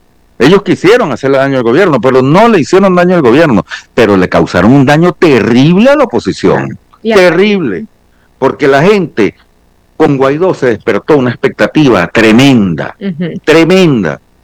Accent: Venezuela; Los que no tenemos amnesia somos los venezolanos.

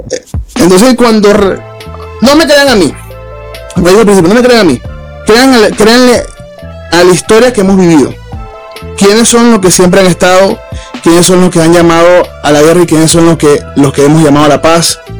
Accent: Venezuela; siendo un venezolano patriota, y bueno, tengo mi corazoncito, pues, más comunista y más chavista, y más madurista, y más revolucionario que nunca.

